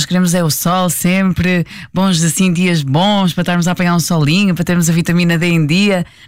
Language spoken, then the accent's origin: Portuguese; Porto, Norte, Portugal; now in Lisbon, Portugal; eu sou do Porto, portanto o Porto tem tantos dias cinzentos. Sempre que há um dia cinzento aqui em Lisboa, eu sinto que estou um bocadinho mais perto da minha terra.